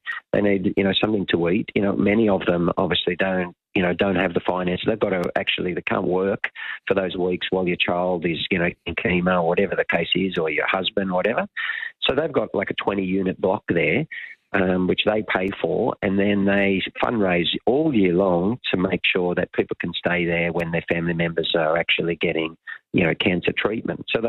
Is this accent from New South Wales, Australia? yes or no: yes; Lismore, New South Wales, Australia; but I'm from Lismore, Northern New South Wales, just not too far from Brizzy there.